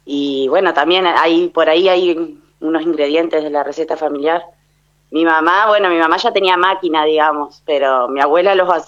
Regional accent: San Gustavo, Entre Ríos, Argentina; moved away as an adult; now in Chajarí, Argentina; nosotros somos oriundos de San Gustavo, que es un pueblito muy chiquito, 2.000

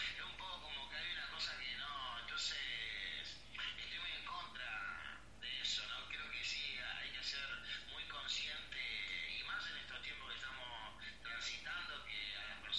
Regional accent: Rosario, Santa Fe, Argentina

